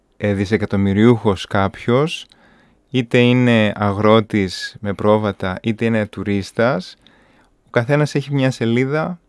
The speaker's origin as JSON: {"language": "Greek", "town": "Edessa", "region": "Central Macedonia", "country": "Greece", "also_born_or_lived": "Belgium / Mykonos", "moved": "yes", "said": "Κατάγομαι που την έδεσα, οπότε αγαπάω την πατρίδα μου."}